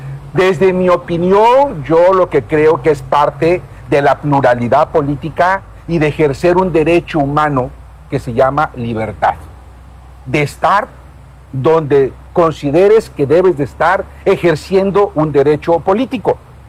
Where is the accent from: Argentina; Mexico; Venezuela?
Mexico; Tlalixtaquilla, Guerrero; Los dos únicos senadores de la República que ha aportado la región de la montaña somos de Tlalistaquilla.